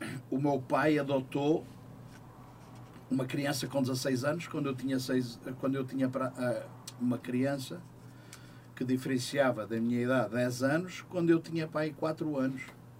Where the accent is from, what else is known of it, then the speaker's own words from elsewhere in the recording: Mozambique; born there; also born or lived in Lourenço Marques (Maputo), Mozambique; Depois o meu pai foi transferido para o norte de Moçambique em 1962, e em 1962 a família foi toda para o norte de Moçambique também.